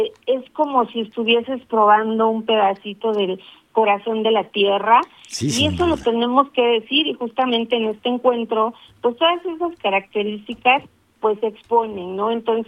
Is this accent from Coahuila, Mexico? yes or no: no; Puebla, Mexico; nosotros como poblanos